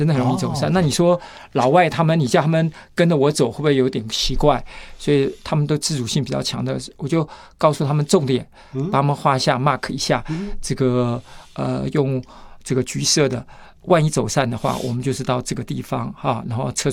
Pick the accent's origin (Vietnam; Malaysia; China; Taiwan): Taiwan; 是我们台湾人